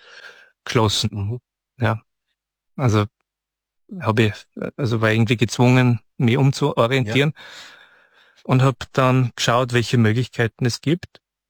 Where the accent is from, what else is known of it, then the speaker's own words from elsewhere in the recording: Styria, Austria; Und wo war für mich klar, weil Graz, als Stolzer Steirer und weil Graz einfach schön ist, ja.